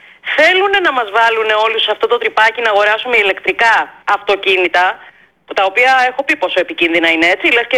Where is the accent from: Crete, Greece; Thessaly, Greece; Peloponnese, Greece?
Crete, Greece; Heraklion; Την πόλη μου άντε να υπάρχουν 20, εγώ σου λέω, σε 250.000 κατοίκους του Ηρακλείου, του νομού Ηρακλείου, άντε να υπάρχουν 20.